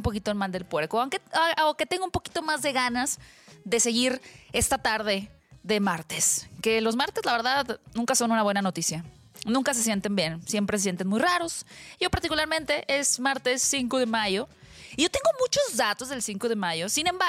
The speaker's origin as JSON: {"language": "Spanish", "country": "Mexico", "said": "Si usted es de la Ciudad de México"}